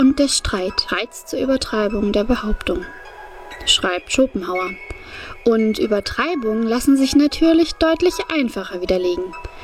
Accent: Thuringia, Germany; Bin auch aus Thüringen, aber von Hunden habe ich noch nichts gehört.

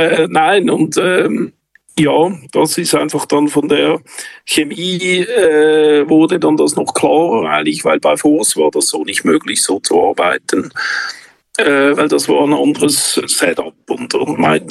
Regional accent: Zurich, Switzerland; ich bin aus Zürich, ich wohne aber auch in den Bergen.

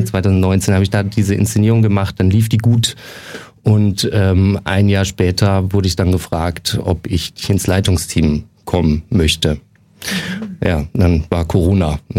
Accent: Nuremberg, Bavaria, Germany; moved away as an adult; now in Munich, Germany; Und wir haben beschlossen, nach München zu ziehen. Und ich als Nürnberger wollte mir mal ein eigenes Bild von der Stadt machen

